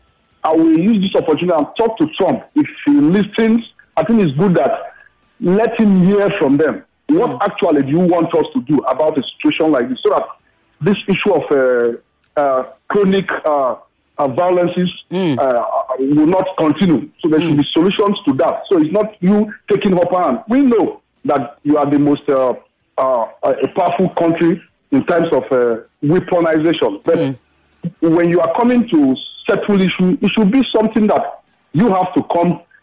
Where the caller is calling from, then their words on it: Ikeja, Lagos, Nigeria; I'm calling from Ikeja.